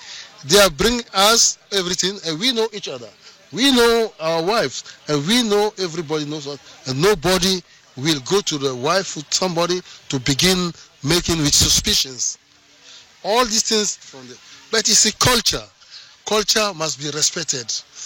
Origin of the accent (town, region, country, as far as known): Togo